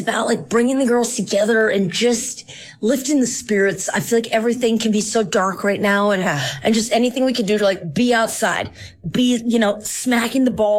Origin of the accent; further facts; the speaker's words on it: Portland, Oregon, United States; now in Los Angeles, United States; I'm from Portland, Oregon, little suburb outside.